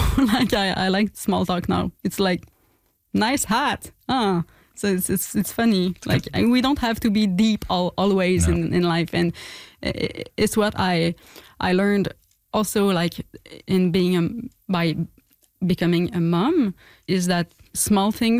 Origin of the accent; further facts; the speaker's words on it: Quebec, Canada; Or maybe, you know, we grew up in Gaspésie, nearby the sea, and like a very beautiful place, but also a place where you can feel like very lonely and feel the boredom.